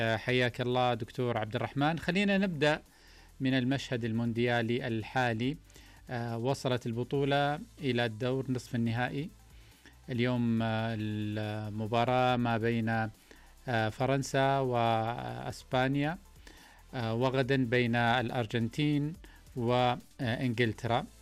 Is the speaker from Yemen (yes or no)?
no; Saudi Arabia